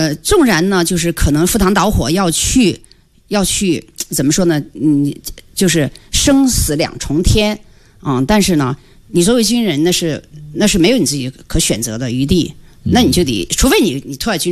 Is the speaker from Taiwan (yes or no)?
no; northern China, China; 我是北方人